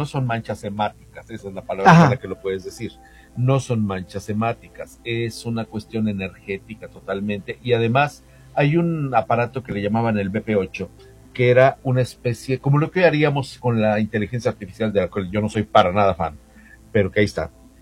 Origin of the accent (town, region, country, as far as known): Mexico